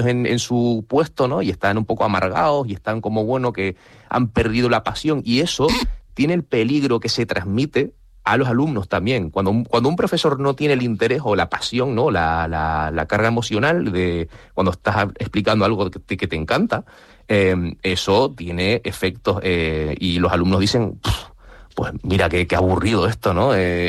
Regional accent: Fuerteventura, Canary Islands, Spain; mis padres son ingleses, nací en Fuerteventura, me he criado en Fuerteventura, así que técnicamente por crianza y tal, y nacimiento soy canario, pero de sangre, digamos, y de, bueno, de apellido, ¿no? Se habrán dado cuenta … no es exactamente el apellido más...

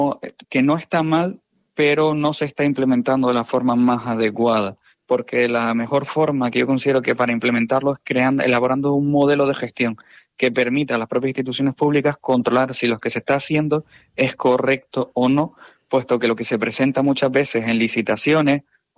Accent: Canary Islands, Spain; varios de ellos somos de aquí, de Canarias

